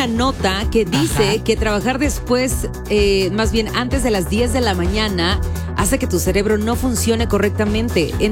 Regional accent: Oaxaca, Mexico; porque yo soy oaxaqueña

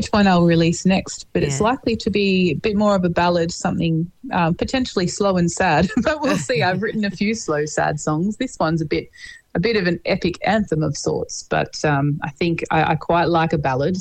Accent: Melbourne, Victoria, Australia; moved away as an adult; Born and bred in Melbourne, both my husband and I.

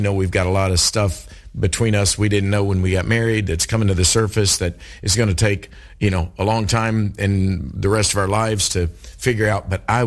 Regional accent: Kentucky, United States; Wait. I am from Kentucky.

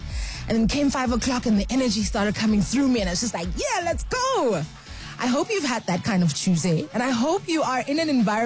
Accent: Johannesburg, Gauteng, South Africa; I think it's East Side, my hometown. You know, I always talk about the East.

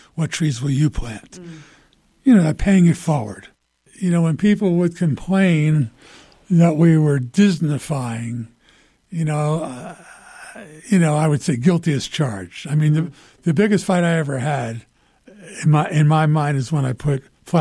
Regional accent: Philadelphia, Pennsylvania, United States; I mean, so I grew up in Philadelphia around Quakers.

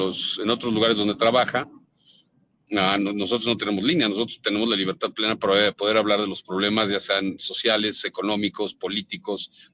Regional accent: Mexico; yo soy un ciudadano mexicano

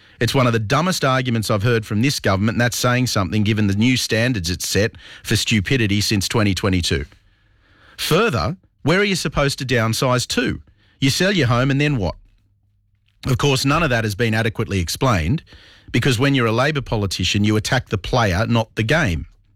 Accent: Australia; I encourage anyone to look into the process as an Australian of how hard it is to emigrate to the US, anywhere in Europe, or any of the big Asian countries.

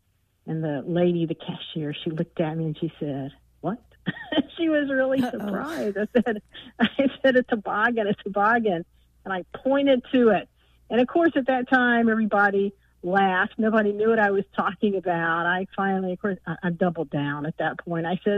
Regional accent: the South, United States; So I'm from the South, and I went up to visit a couple of friends in Canada

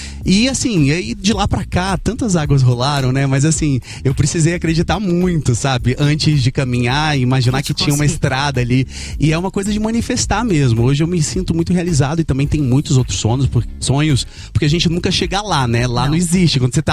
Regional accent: Brasília, Federal District, Brazil; moved away; eu saí da periferia de Brasília, eu sou da Quebrada, né? Ai, sou da Samambaia Norte, que é um lugar assim, que eu tenho muito carinho

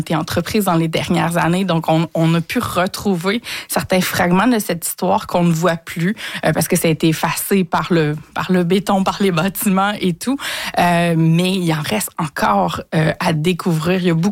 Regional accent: Trois-Rivières, Quebec, Canada; Là, j'ai grandi à Trois-Rivières, je suis native de la région

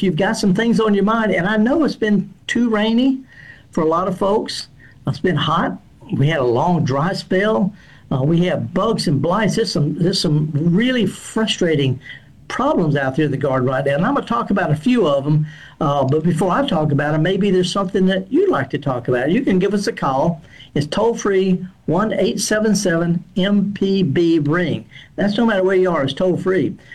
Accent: Indianola, Mississippi, United States; This is a picture that I took near my hometown of Indianola, up in the middle of the Delta.

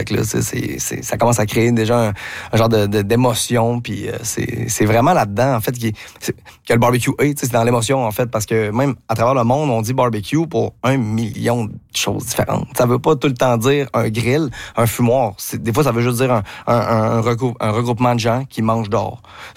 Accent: Quebec, Canada; au Québec, nous autres

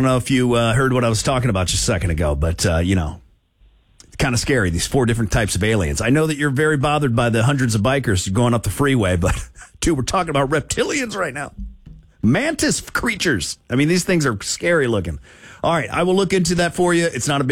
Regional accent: Florida, United States; I'm from Florida. So it's like, listen, we have giant bugs.

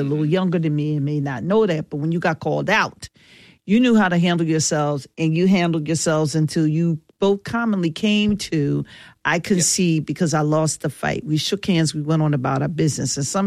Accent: Philadelphia, Pennsylvania, United States; I'm from North Philly

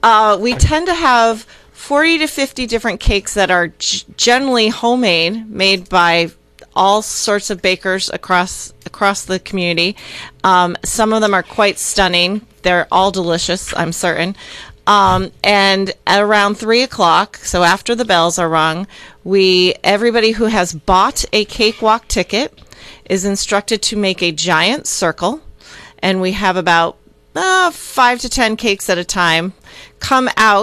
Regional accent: Woodstock, United States; I grew up in South Woodstock, moved out of town for 25 years.

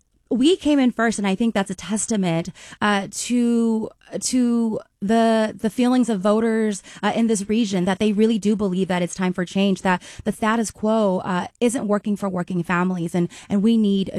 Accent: Sacramento, California, United States; born or raised there

